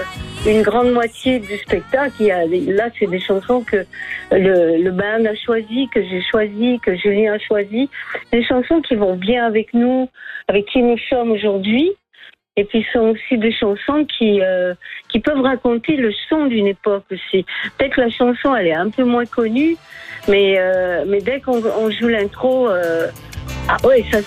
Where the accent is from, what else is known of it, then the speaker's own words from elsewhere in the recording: Quebec, Canada; accent: Quebec; Et puis, ce qui est drôle, c'est que déjà, je parle avec un accent. Aujourd'hui, je l'ai beaucoup perdu, mais j'ai l'accent québécois.